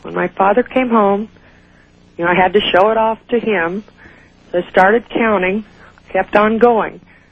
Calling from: Albuquerque, New Mexico, United States; I'm calling from Albuquerque.

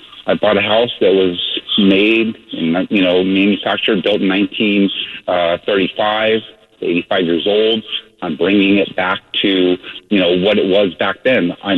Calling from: Salem, Oregon, United States; I live about 20 miles west of Salem, and in a small community of about 15,000 people.

